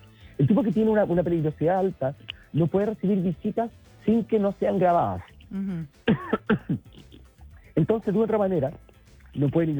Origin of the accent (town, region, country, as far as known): Chile